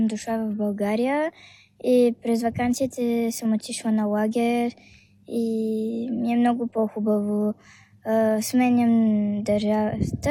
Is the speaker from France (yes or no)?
yes; France; Да, родена съм във Франция. Там уча, говоря двата езика. Баща ми не говори български, но майка ми говори български и френски.